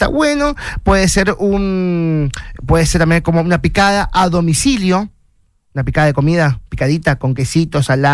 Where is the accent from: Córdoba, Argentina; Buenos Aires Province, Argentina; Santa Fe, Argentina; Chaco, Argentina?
Buenos Aires Province, Argentina; Mar del Plata; Yo soy marplatense